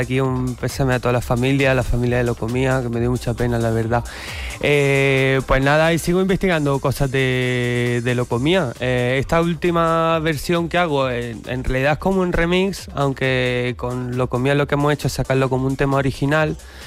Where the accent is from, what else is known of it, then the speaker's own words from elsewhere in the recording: Granada, Andalusia, Spain; pero yo no soy Balearic, yo soy andaluz, de Granada.